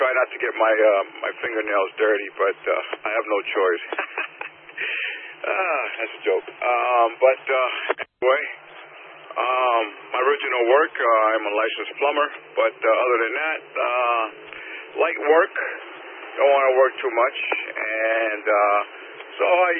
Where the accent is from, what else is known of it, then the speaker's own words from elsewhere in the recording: Springfield, Massachusetts, United States; I'm from Springfield, too, as well.